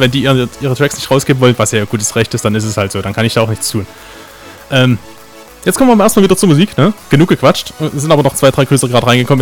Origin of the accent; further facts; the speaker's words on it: East Germany, Germany; Ist schwierig als Ostdeutscher auszusprechen.